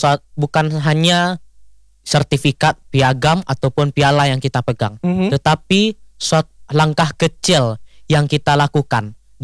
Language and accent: Indonesian; West Sumatra, Indonesia; Oke kak, yang kita kan dari Sumatera Barat dulu nih kak.